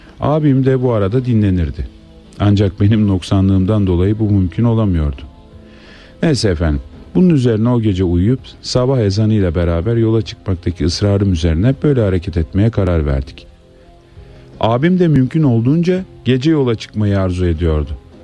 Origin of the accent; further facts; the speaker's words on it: Urfa, Şanlıurfa, Turkey; now in Istanbul, Turkey; Aradan birkaç sene geçmişti ki beni memleketimden bir kızla nişanlandırdılar. 1987 yılında askerliğimi bitirip tekrar İstanbul'a dönmüştüm. Kurban Bayramı yaklaşırken Urfa'ya gitme hazırlıklarına başladık.